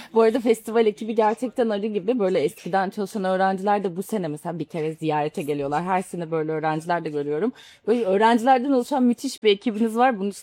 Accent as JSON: {"language": "Turkish", "region": "Trabzon", "country": "Turkey", "said": "ben Trabzonluyum, ailem fındık üreticisi."}